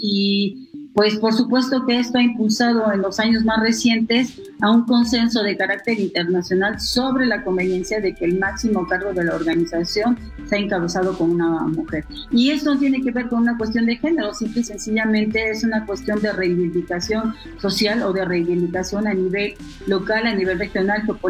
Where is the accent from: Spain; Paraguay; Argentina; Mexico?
Mexico